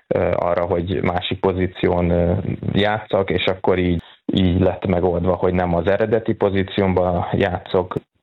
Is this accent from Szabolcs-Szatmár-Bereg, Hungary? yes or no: no; Somogy, Hungary; én is innen Somogyországból kikerülve magyarként megálltam a helyemet ott Romániában